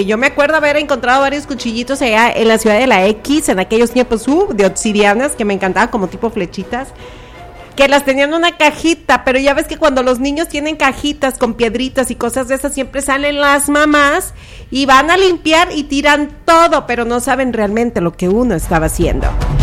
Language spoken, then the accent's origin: Spanish; Mexico; los países de México le llamamos trastes